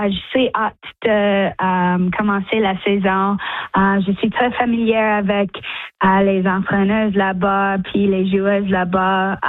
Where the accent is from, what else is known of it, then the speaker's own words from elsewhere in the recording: Toronto, Ontario, Canada; French is a second language; je suis retournée chez moi à Toronto. J'ai fait beaucoup d'entraînement dans mon gym en Burlington puis sur la glace aussi.